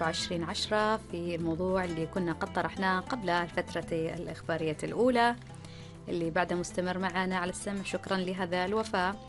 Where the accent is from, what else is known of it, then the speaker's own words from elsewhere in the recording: Oman; عندنا في سلطنة عمان